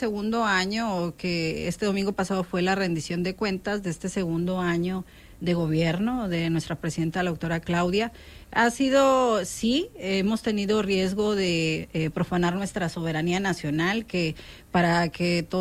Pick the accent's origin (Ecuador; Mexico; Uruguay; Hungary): Mexico; nosotros como mexicanos, mexicanas